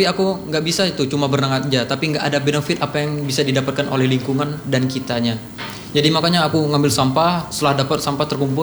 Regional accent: Bangka Belitung Islands, Indonesia; born there

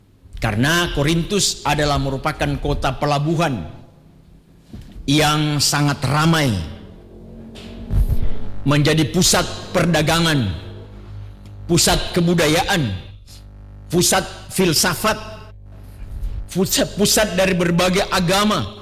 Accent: Bitung, North Sulawesi, Indonesia; saya orang Bitung. Pelabuhan Bitung itu cukup besar.

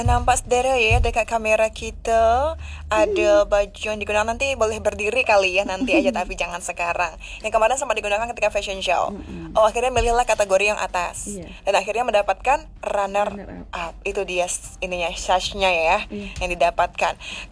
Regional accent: Tanjung Uban, Riau Islands, Indonesia; Nyampe Uban juga. Kampung saya itu, Kak.

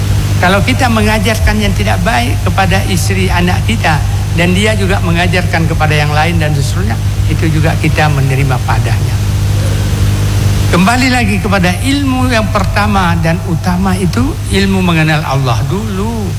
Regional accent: Aceh, Indonesia; Saya orang Aceh karena pergi haji bukan dari Aceh, enggak dapat juga.

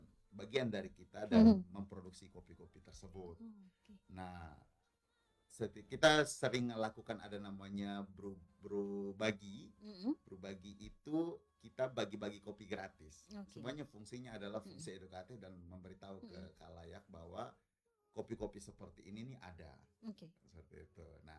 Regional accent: Bajawa, East Nusa Tenggara, Indonesia; Karena saya asli Bajawa. Saya bapak mama tuh Bajawa.

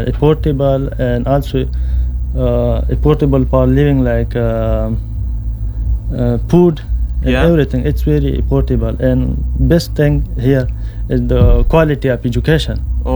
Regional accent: Swat, Khyber Pakhtunkhwa, Pakistan; moved away; I'm from Swat.

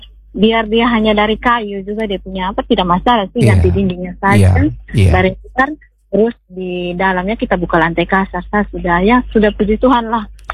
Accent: East Nusa Tenggara, Indonesia; Masalah tinggal ini namanya kita orang NTT Pak, tidak

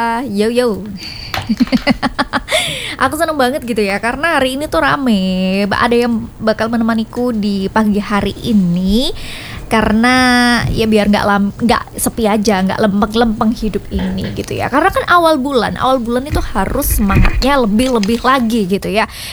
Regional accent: Java, Indonesia; Aku orang Jawa aku.

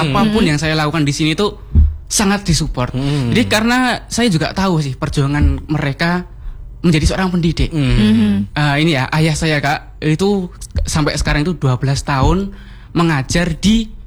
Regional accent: Bojonegoro, East Java, Indonesia; moved away as an adult; now in Malang, Indonesia; kalau aku aslinya itu Cah Bojonegoro, Kak.

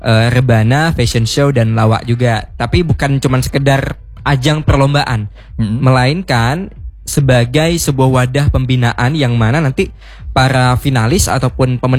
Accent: Siak Kecil, Riau, Indonesia; now in Pekanbaru, Indonesia; Kalau aku asalnya memang dari Siak Kecil Bengkalis.

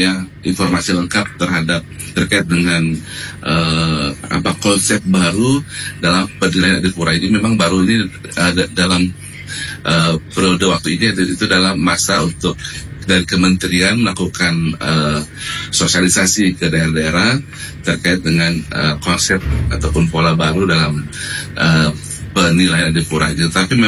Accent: Nunukan, North Kalimantan, Indonesia; kita sebagai warga Kabupaten Nunukan

